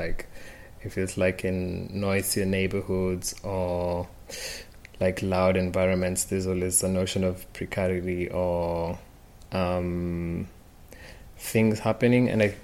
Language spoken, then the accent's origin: English; Nairobi, Kenya; now in Berlin, Germany; I'm from Nairobi, Kenya, based in Berlin at the moment, and also in between the two cities.